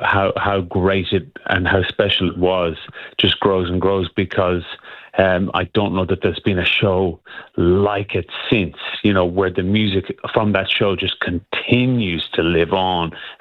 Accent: Longford, County Longford, Ireland; now in Melbourne, Australia; I'm from Longford in Ireland. So it's the very, very centre, the most central county of Ireland.

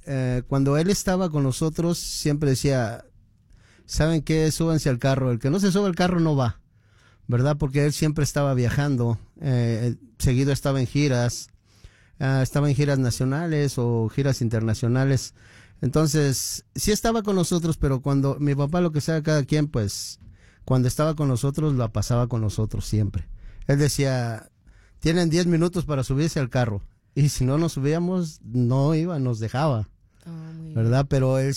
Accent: Mexico City, Mexico; moved away as an adult; Mira, yo soy originario del Distrito Federal.

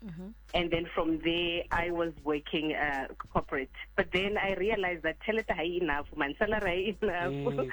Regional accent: Tzaneen, Limpopo, South Africa; moved away as an adult; now in Pretoria, South Africa; Kitwa Tzanini, it's not Venda, so I'm Tzanini, I'm from Tzanini.

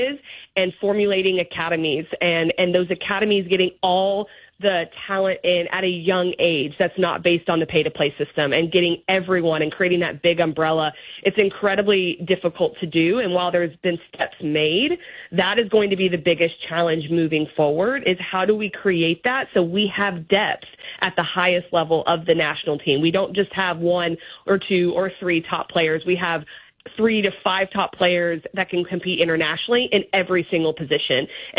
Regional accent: Dallas, Texas, United States; also born or lived in Colorado; grew up in Dallas. I was born in Colorado

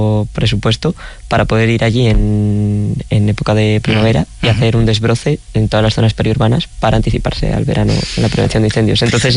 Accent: Cerceda, Galicia, Spain; yo, viviendo en Cerceda, vivía en mi pueblo, pero ya nací en el 2001

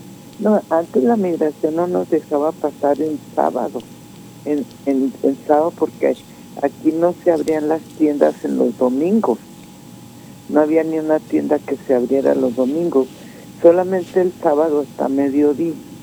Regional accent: Ciudad Juárez, Chihuahua, Mexico; born there; Yo nací en Juárez. Ya voy casi a cumplir los 80

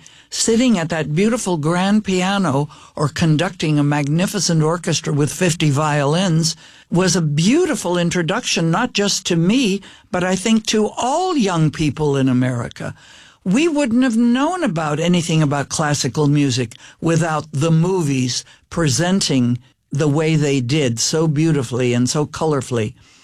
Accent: Montreal, Quebec, Canada; born there; moved away; I was born in Montreal, Canada, where you had to be 16 years old to go to the movies.

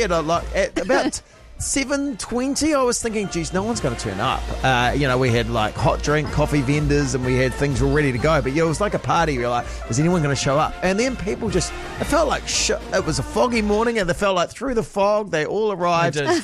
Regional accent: Masterton, Wellington, New Zealand; moved away; my hometown of Masterton

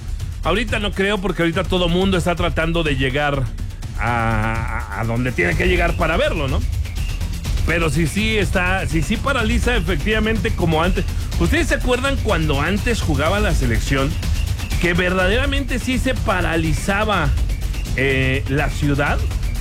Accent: Mexico; como somos los mexicanos

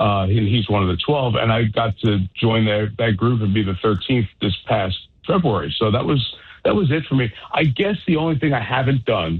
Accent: New York, United States; now in Michigan, United States; Living in Michigan now for over 25 years, but growing up in New York and working in the Northeast, started my career.

